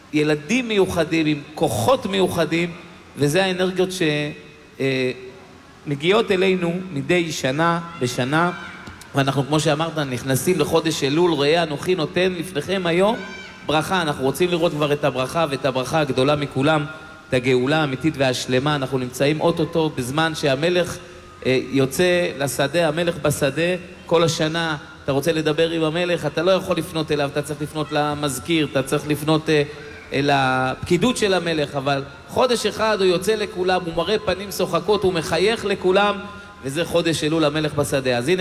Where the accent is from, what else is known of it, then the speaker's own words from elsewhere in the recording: Netanya, Central District, Israel; אני מרוקאי, מצרי, תימני ופולני, אבל כשאתה גודל בנתניה, כשאתה גדל בנתניה, אתה טרבלסי על מלא.